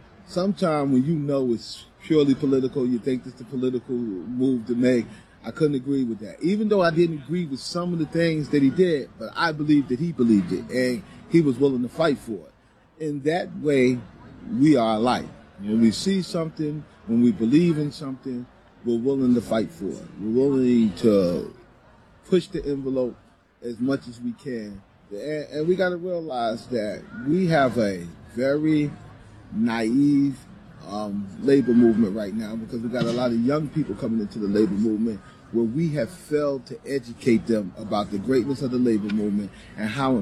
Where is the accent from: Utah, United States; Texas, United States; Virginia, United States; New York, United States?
New York, United States; I'm from New York.